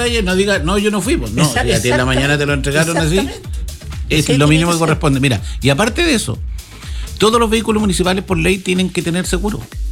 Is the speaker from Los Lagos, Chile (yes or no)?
yes; Castro, Los Lagos, Chile